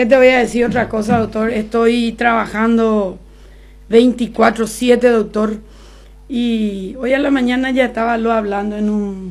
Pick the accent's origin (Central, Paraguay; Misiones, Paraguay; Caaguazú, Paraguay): Caaguazú, Paraguay; Coronel Oviedo; A mí Coronel Oviedo me conoce. Cómo yo crecí.